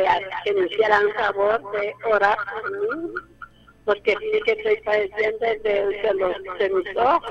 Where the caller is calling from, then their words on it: Chalchuapa, Santa Ana, El Salvador; Yo soy de aquí en la Villa de San Roque, Colonia Villa de San Roque